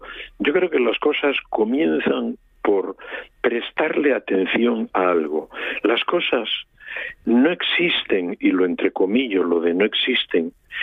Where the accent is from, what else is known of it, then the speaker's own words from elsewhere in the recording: Asturias, Spain; Que no somos solo los asturianos, hay mucha más gente que disfruta de nuestra tierra y por ellos y por nosotros los asturianos va.